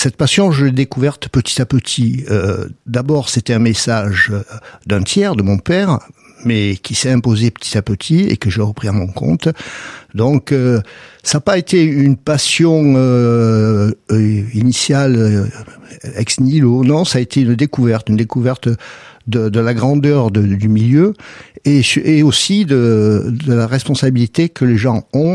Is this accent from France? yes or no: yes; Marseille, Provence-Alpes-Côte d'Azur, France; j'ai grandi, je suis né à Marseille. Donc, mon père était corse.